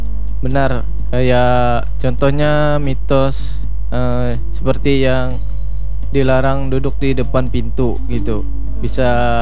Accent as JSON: {"language": "Indonesian", "region": "Kalimantan", "country": "Indonesia", "said": "kita sebagai orang Kalimantan, orang Dayak itu masih kental dengan budaya kita sendiri."}